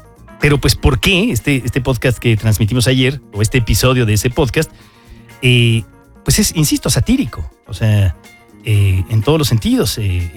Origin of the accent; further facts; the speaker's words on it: Mexico; somos mexicanos los que lo hacemos